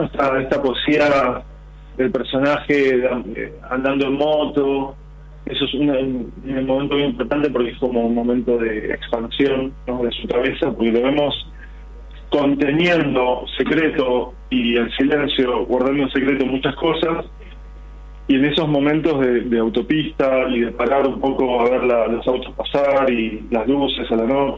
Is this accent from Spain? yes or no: no; Haedo, Buenos Aires Province, Argentina; Yo soy del oeste, yo soy de Aedo.